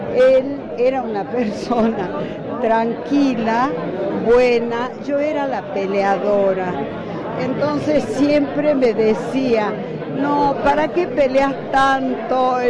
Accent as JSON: {"language": "Spanish", "town": "Belén", "region": "Catamarca", "country": "Argentina", "tie": "born or raised there", "also_born_or_lived": "Tucumán", "moved": "yes", "said": "En mi pueblo, en Belén, Catamarca, de donde somos oriundos"}